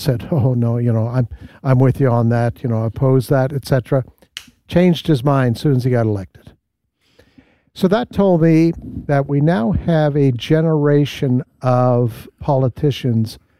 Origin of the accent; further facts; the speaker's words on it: Canada; moved away; I grew up in Canada